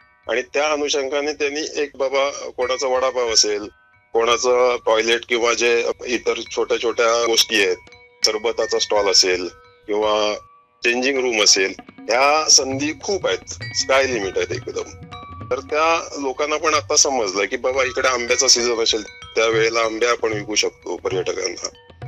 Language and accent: Marathi; Nevre, Maharashtra, India; माझं गाव आहे नेवरे काजीरवाटी.